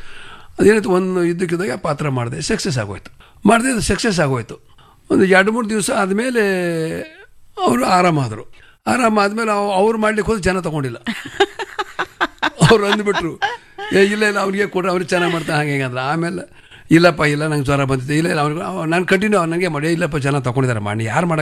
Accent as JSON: {"language": "Kannada", "area": "Bidar", "region": "Karnataka", "country": "India", "said": "ಯಾವೂರು ನಿಂದು, ಬೀದರ್ ಅಣ್ಣವರ. ಎಲ್ಲಿ ಬೀದರು, ಬಾಲ್ಕಿ ತಾಲೂಕು ತೇಗಂಪುರ."}